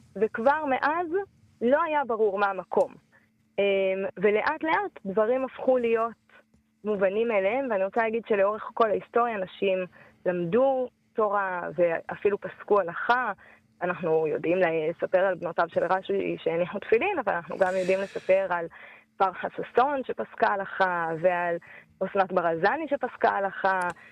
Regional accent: Beit El, West Bank, Palestine; ודווקא אני מרגישה שאני לא מורדת במקום שגדלתי בו

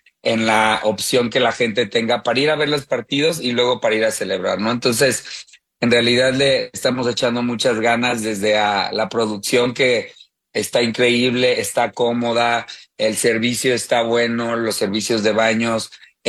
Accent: Mexico

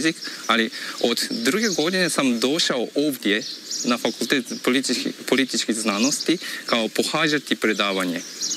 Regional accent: Japan; Croatian is a second language; moved away as an adult; now in Croatia; mi jako čuvamo kulturu. Tako da mi imamo visoku tehnologiju, mi imamo kao dobru ekonomiju, općenito, ali kao uvijek čuvajući kulturu.

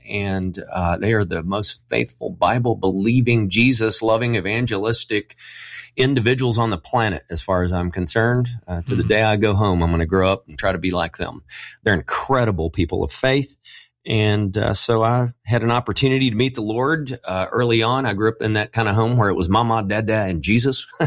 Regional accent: Texas, United States; born or raised there

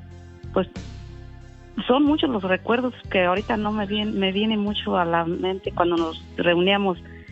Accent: Salamanca, Guanajuato, Mexico; born there; Ah, en Salamanca.

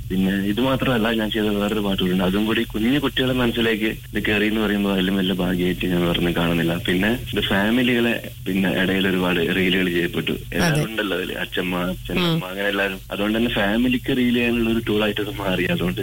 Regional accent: Kasaragod district, Kerala, India; now in Sharjah, United Arab Emirates; നാട്ടില് ഞാൻ കാസർഗോഡ് ജില്ലയാണ്, തിരിക്കുളം എന്ന് പറയുന്നത് ഗ്രാമം, നീലേശ്വരത്തിന്റെ അടുത്തായിട്ട് വരും.

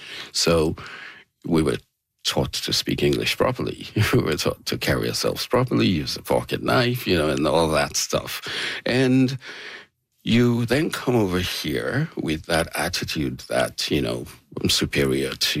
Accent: Nigeria; moved away; we had so many things that we didn't even know growing up in Nigeria because we were not interested.

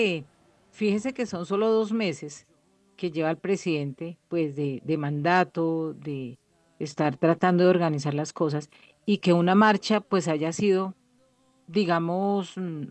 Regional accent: Colombia

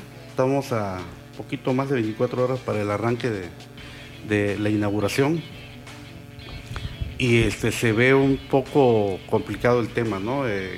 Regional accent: Mexico

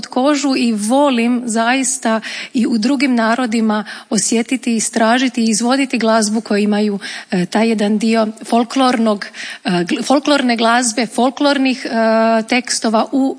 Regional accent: Istria County, Croatia; ja sam iz Istre

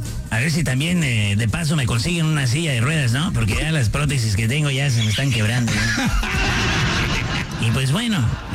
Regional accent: Ciudad Obregón, Sonora, Mexico; also born or lived in Mexico City; Yo soy de Sonora, de Obregón, Sonora, para los que no saben.

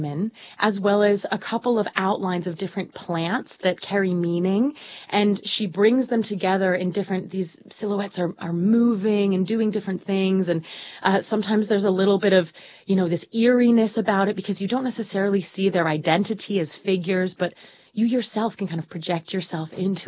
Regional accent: Seattle, Washington, United States; I'm from Seattle. I was visiting family, and I went to the Seattle Art Museum

